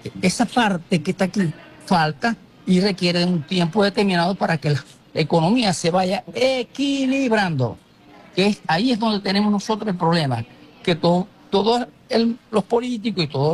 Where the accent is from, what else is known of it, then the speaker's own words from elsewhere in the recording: Venezuela; yo tengo confianza en mi país.